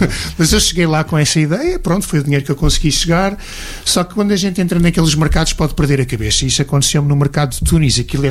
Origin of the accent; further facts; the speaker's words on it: Portugal; Let Kalamul Arabia, isso significa não falo árabe. Ana Portugali, sou árabe, sou português.